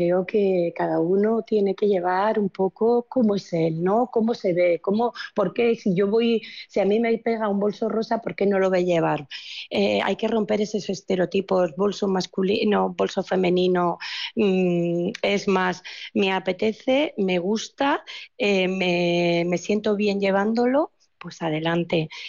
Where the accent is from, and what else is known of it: Basque Country, Spain